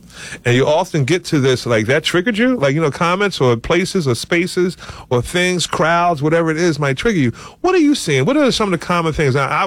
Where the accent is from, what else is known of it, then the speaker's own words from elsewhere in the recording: Philadelphia, Pennsylvania, United States; I grew up in West Philly, so I had to catch the 52, the L, and the subway to get to school.